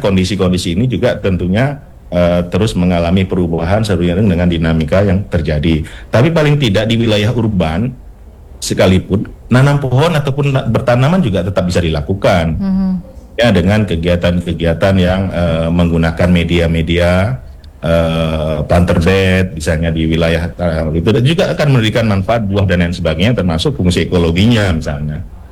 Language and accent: Indonesian; Aceh, Indonesia; kita di Aceh ini